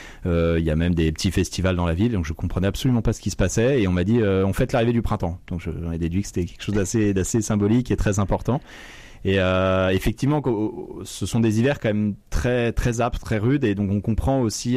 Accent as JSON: {"language": "French", "region": "Auvergne-Rhône-Alpes", "country": "France", "tie": "born or raised there", "also_born_or_lived": "Chamonix", "said": "Je viens moi-même d'un territoire de montagne. Je suis né à Chamonix et j'ai grandi dans les Alpes"}